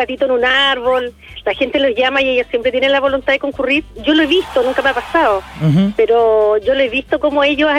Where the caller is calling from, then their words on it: Concepción, Biobío, Chile; De acá, del centro de Concepción.